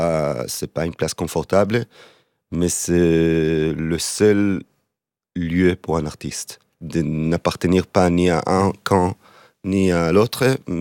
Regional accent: Israel; moved away as an adult

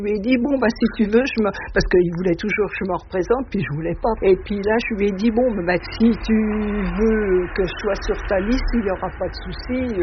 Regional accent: Pucé, Nouvelle-Aquitaine, France; Bonjour, je suis née à Pucé, dans cette maison, de l'impasse des Tilleuls. en 48.

